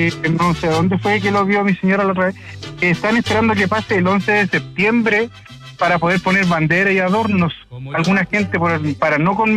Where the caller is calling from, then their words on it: San Bernardo, Santiago Metropolitan Region, Chile; yo la verdad es que vivo en San Bernardo